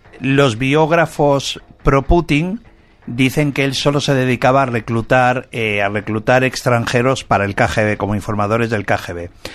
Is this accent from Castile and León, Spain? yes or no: no; Bilbao, Basque Country, Spain; Soy de Bilbao, joder.